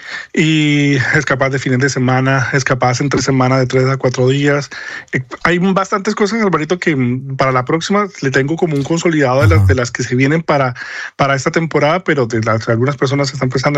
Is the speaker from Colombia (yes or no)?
yes; Colombia; moved away; somos también migrantes, somos también colombianos